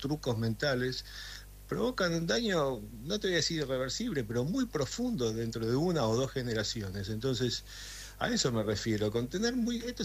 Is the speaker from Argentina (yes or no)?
yes; Argentina; Somos todos el mismo equipo, somos todos argentinos. Ajá. Acá la General Paz no debería de marcar una diferencia.